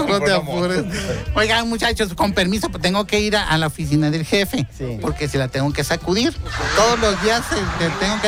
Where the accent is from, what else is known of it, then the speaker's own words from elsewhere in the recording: General Zuazua, Nuevo León, Mexico; Ella es de Gualahuises, porque yo soy de Gualahuises, ¿verdad?